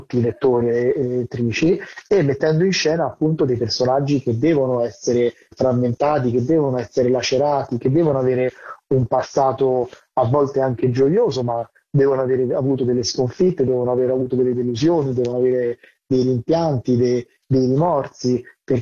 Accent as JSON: {"language": "Italian", "town": "Rome", "region": "Lazio", "country": "Italy", "tie": "born or raised there", "said": "Io sono nato e cresciuto a Roma, però ho fatto tutto il mio percorso scolastico alla scuola francese"}